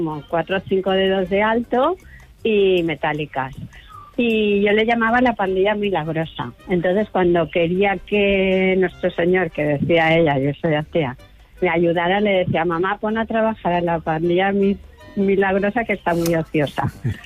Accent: Benicàssim, Valencian Community, Spain

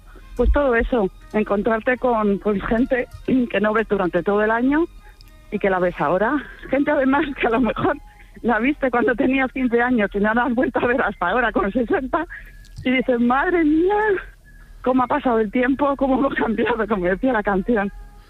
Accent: Castilla-La Mancha, Spain; Mi pueblo es un pueblo de La Mancha, lleno de viñedos, almendros y pinares.

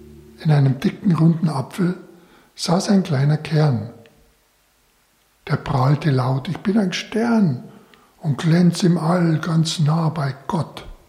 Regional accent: Munich, Bavaria, Germany; Das ist so, ich bin in Allach aufgewachsen und habe nie was von der Borstei gehört.

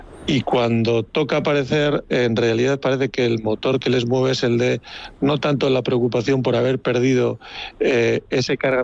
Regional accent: Leioa, Basque Country, Spain; y siendo yo como soy de Leioa

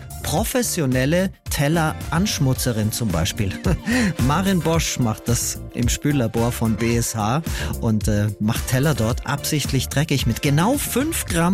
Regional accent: Bavaria, Germany; Weil wir bei uns in Schwaben ein Riesenunternehmen haben, das fast keiner kennt, aber das Spülmaschinen für die ganze Welt baut.

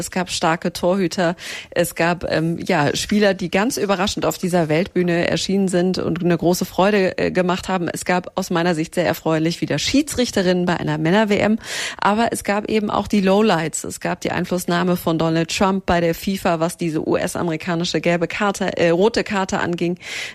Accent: Germany; die mich auch gefragt haben, wo kommst du denn her? Habe ich gesagt, aus Deutschland

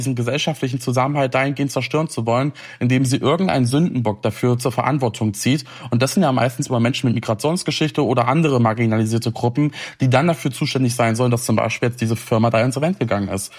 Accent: Saxony-Anhalt, Germany; ich komme ja aus dem Saalkreis, hier ist das Leunawerk, das Chemiewerk

